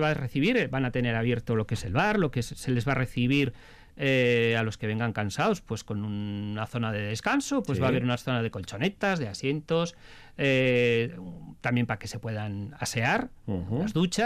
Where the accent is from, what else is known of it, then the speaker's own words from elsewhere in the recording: Miñano, Basque Country, Spain; born there; de la zona de mi pueblo, de Miñano